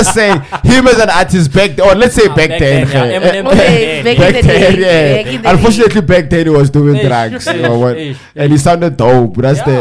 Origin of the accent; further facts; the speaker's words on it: South Africa; I'm also from the Gaza one, so I'm also from the Kasi.